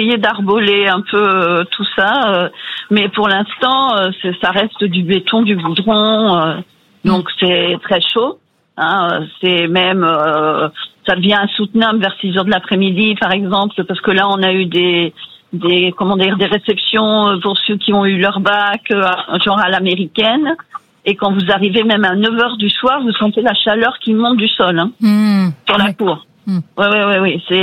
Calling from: Seville, Andalusia, Spain; je suis à Séville en Andalousie. Donc, dans le sud de l'Espagne.

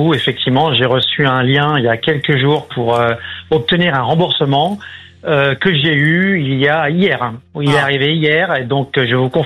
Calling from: Lyon, Auvergne-Rhône-Alpes, France; Je vous appelle de Lyon.

